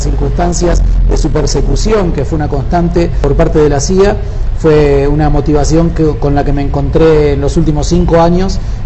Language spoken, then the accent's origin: Spanish; Argentina; soy argentino, escritor, investigador, estoy aquí en Guatemala